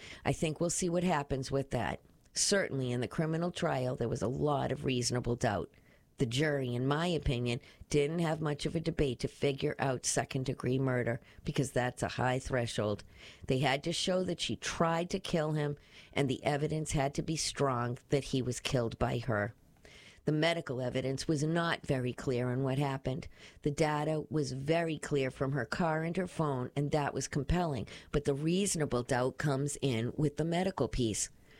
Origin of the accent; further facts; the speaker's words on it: Brockton, Massachusetts, United States; being born and raised in Brockton and living on the South Shore and in Boston, there's a lot of regional connections.